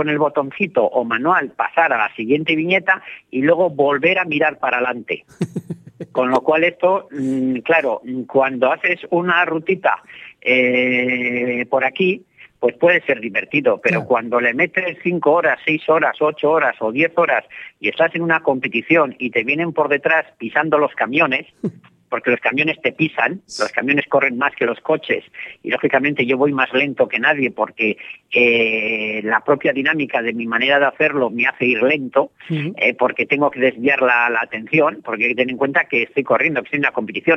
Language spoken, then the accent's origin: Spanish; Spain; soy el único español que 3 veces ha estado en el Dakar de verdad